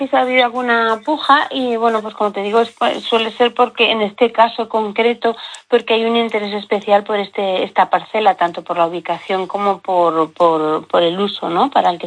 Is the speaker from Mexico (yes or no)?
no; Teruel, Aragon, Spain; de la que nos estamos beneficiando también los turolenses